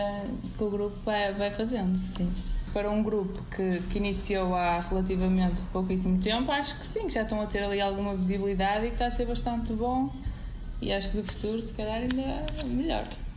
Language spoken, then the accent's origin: Portuguese; Covas, Portugal; Também somos de Covas, pelo menos já aparecem em algum lado.